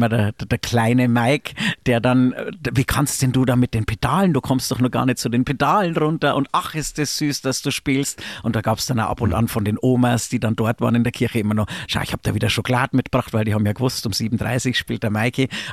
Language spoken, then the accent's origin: German; Kastl, Bavaria, Germany; ich komme aus Kastel, heißt es, das sind 1500 Einwohner mittlerweile, ja, genau.